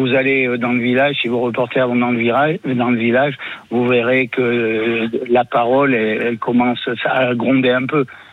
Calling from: Le Porge, Nouvelle-Aquitaine, France; ça fait que 15 ans que j'habite au Porge.

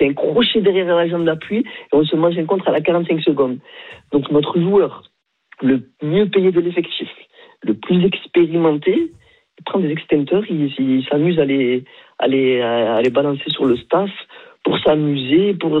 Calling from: Avignon, Provence-Alpes-Côte d'Azur, France; J'appelle d'Avignon.

